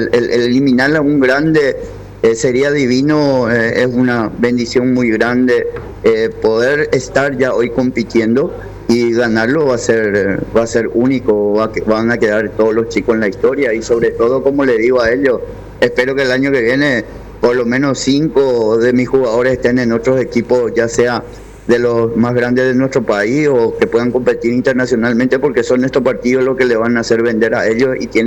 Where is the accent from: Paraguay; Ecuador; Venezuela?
Paraguay; Somos paraguayos, somos representantes de esta gran nación